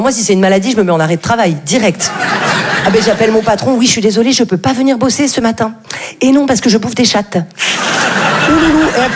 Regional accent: France

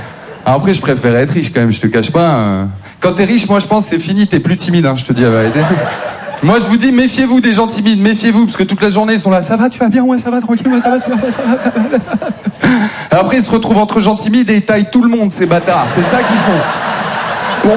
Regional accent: Maubeuge, Hauts-de-France, France; now in Paris, France; Moi, je viens de Maubeuge.

